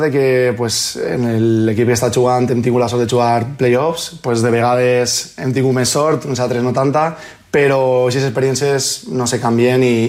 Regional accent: Valencia, Valencian Community, Spain; Jo sóc de València des de xicotet i sempre m'ha agradat Aymar

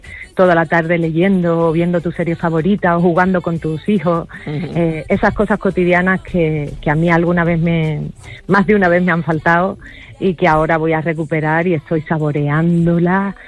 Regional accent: Cádiz, Andalusia, Spain; yo nací en La Viña, que es uno de los barrios más míticos de Cádiz, y me he criado toda mi vida en el Teatro Falla, en la plazoleta.

